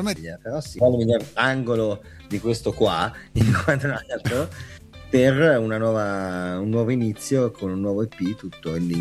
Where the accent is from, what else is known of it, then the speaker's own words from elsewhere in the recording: Novara, Piedmont, Italy; born there; moved away; also born or lived in Ireland; Sono nato e credo anche stato concepito in Corso Cavallotti 28